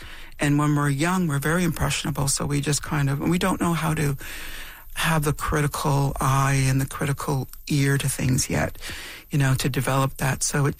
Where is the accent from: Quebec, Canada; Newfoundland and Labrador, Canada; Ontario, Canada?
Ontario, Canada; Temagami; When I grew up in Tomogamy, in Northern Ontario